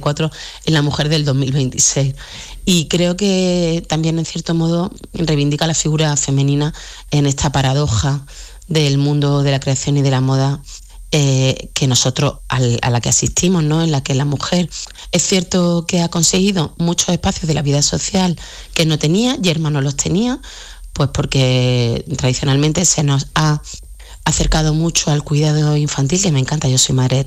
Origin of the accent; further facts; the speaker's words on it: Granada, Andalusia, Spain; moved away as an adult; yo como granadina y como andaluza, y sabes que he vivido muchos años en el extranjero, casi 10 fuera